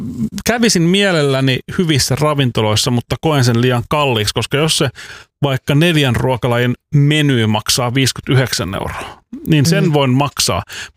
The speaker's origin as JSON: {"language": "Finnish", "town": "Helsinki", "region": "Uusimaa", "country": "Finland", "said": "niin kuin meillä Helsingissä sanotaan"}